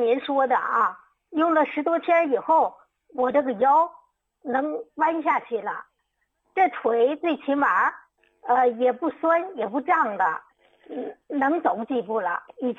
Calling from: Harbin, Heilongjiang, China; 我是哈尔滨的啊。

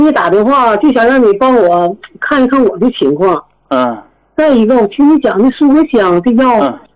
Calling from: Shenyang, Liaoning, China; 我家是沈阳的。

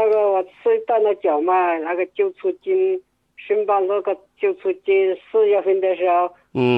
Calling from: Fengcheng, Jiangxi, China

